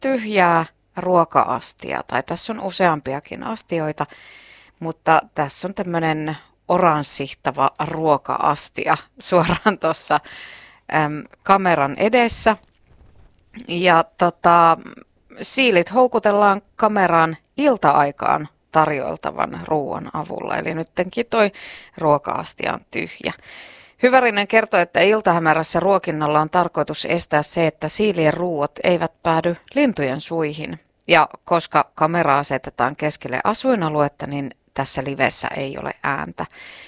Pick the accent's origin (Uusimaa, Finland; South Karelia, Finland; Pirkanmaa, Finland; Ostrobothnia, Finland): South Karelia, Finland; Luumäki; Itse olen Luumäeltä kotoisin ja siellä on paljon siilejä